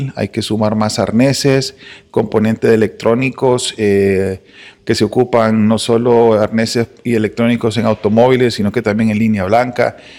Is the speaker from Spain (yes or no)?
no; Honduras